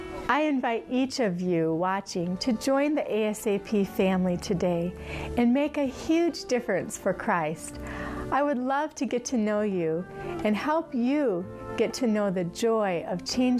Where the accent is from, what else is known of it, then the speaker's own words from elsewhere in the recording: Thailand; I grew up in Thailand, helping in the refugee camps right alongside my parents.